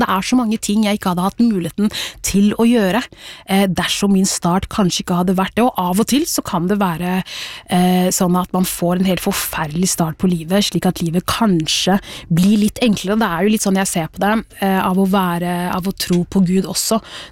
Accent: Rakkestad, Østfold, Norway; also born or lived in Sierra Leone / Oslo; så ble jeg hentet, fra Sierra Leone til Norge, og bodde da der I Rakkestad kommune fra jeg var 3 år til 12 år gammel. Da flyttet vi til Oslo.

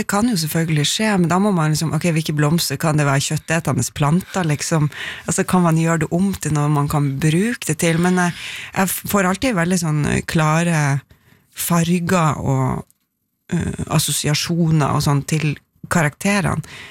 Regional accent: Tverlandet, Nordland, Norway; born or raised there

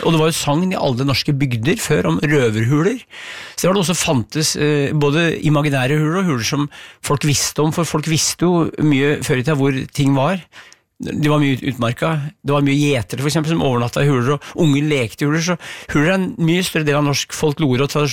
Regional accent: Brumunddal, Innlandet, Norway; men jeg vokste opp på jobb og mye på fabrikket i oppveksten i Brumunddal.

